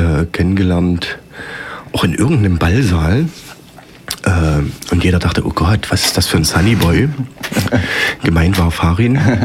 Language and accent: German; Berlin, Germany; Ich komme aus Berlin.